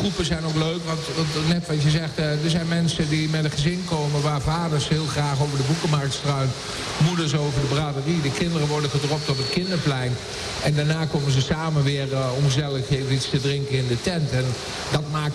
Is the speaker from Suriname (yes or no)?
no; Doesburg, Gelderland, Netherlands; moved away as an adult; now in Vaassen, Netherlands; Ik kom uit Doesburg en ik was als jeugdbestuurslid van Doesburg Binnenstebuiten.